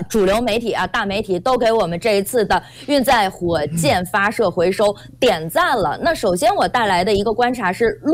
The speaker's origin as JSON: {"language": "Chinese", "country": "China", "said": "特别值得我们中国人骄傲"}